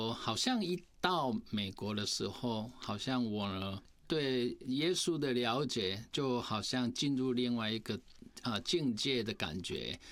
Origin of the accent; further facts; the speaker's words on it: Tainan, Taiwan; moved away as an adult; also born or lived in Taipei; now in United States; 我是南部长大的，在台南县，我们算是台南那边的黎明初中，那高中念凤和高中，然后大学才北